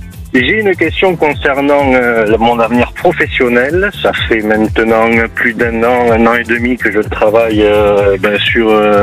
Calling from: Occitanie, France; J'appelle de l'Hérault.

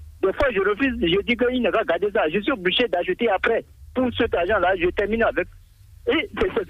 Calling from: Benin; Je vous appelle de Toba.

